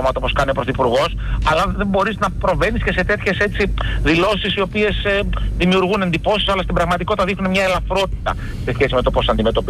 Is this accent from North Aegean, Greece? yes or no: no; Thessaloniki, Central Macedonia, Greece; Εγώ μεγάλωσα στη Δυτική Θεσσαλονίκη